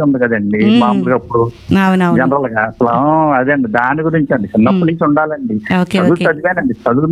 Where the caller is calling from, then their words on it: Eluru, Andhra Pradesh, India; మాది ఏలూరు అండి.